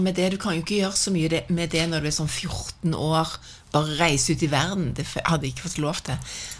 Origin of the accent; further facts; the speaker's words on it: Sirdal, Agder, Norway; vi bodde I en bygd, Sirdal, Sør-Vestlandet. Og der jeg vokste opp